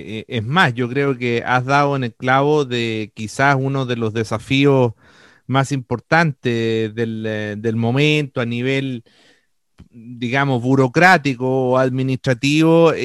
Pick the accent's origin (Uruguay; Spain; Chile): Chile